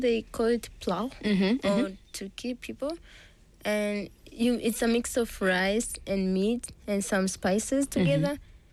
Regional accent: Tanga, Tanga Region, Tanzania; born there; English is a second language; Well, I was born in Tanga. Mm. It's a coastal region in Tanzania.

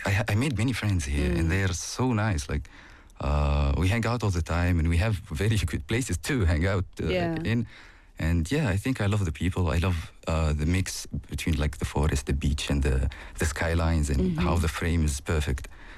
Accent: Tunis, Tunis Governorate, Tunisia; moved away; I was born and raised in the capital.

